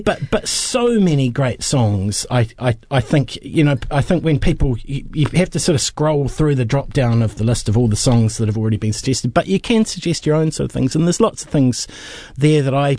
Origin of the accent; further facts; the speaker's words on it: Timaru, Canterbury, New Zealand; growing up in Timaru as a child